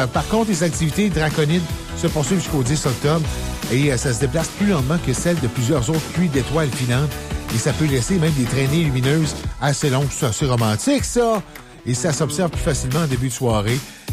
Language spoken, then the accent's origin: French; Quebec, Canada; Et ça s'observe encore mieux dans l'hémisphère nord, là, chez nous au Québec